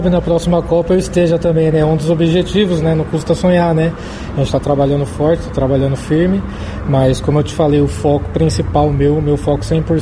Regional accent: Brazil; born there; Eu sou nascido no Brasil, o italiano da minha família é meu tataravô

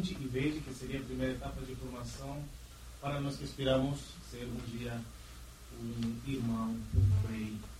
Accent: Nicaragua; now in Coronel Freitas, Brazil; Eu sou da Nicarágua e atualmente estou na paróquia de São José do Patrocínio, Coronel Freitas

